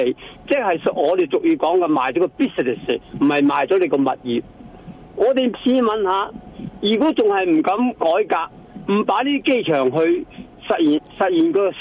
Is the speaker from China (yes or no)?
no; Canada; 把機票降低咗，咁我哋加拿大人先得益噶嘛，係咪？